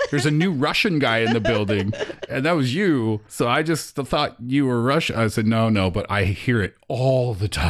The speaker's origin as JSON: {"language": "English", "country": "Canada", "moved": "yes", "said": "I'm Canadian."}